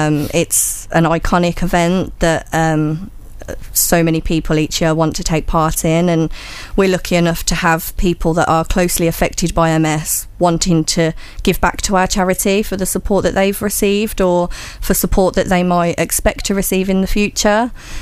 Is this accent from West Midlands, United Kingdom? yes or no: yes; Birmingham, West Midlands, United Kingdom; moved away as an adult; now in Essex, United Kingdom; So obviously, I am a Brummie. I actually moved to Essex for a man. So I fell in love, moved to Essex